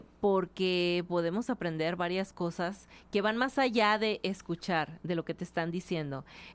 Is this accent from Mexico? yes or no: yes; Mexico; algunos que somos mexicanos y estamos en zona fronteriza